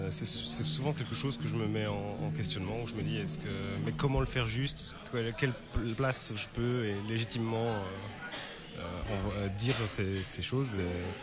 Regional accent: Arlon, Wallonia, Belgium; Moi je suis d'Arlon.

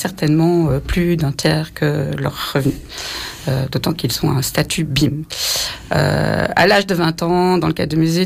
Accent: Molenbeek, Brussels-Capital Region, Belgium; Plus précisément, je suis née à Anderlecht. Justement, c'est la commune d'où vient la carte. Ensuite, j'ai grandi à Molenbeek, vraiment dans le vieux Molenbeek, près de la chaussée de Gand, jusqu'à mes 20 ans

